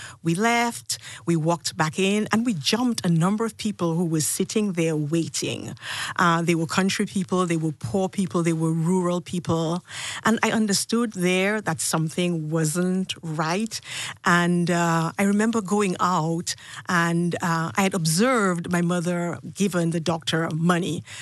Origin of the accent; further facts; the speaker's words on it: Dominica; born or raised there